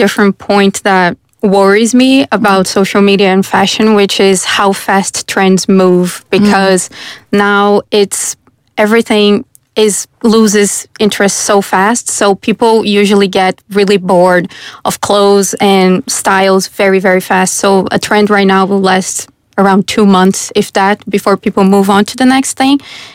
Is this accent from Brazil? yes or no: yes; Brazil; now in Ireland; I come from Brazil, which is a very colorful country.